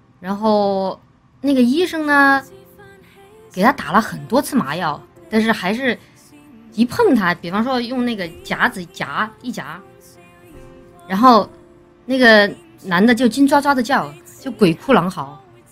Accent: Chongqing, China; 我生活在南方地区，我是重庆人，我们那边不怎么吃玉米。

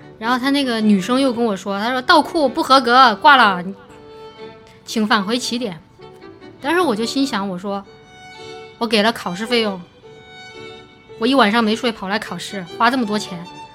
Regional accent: China; 我们中国人嘛，你知道的，就讲究一个来都来了。

